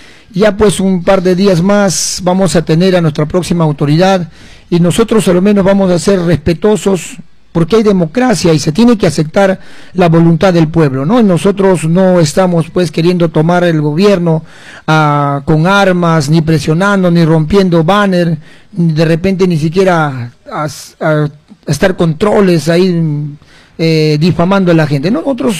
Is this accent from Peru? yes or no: yes; Pichanaki, Junín, Peru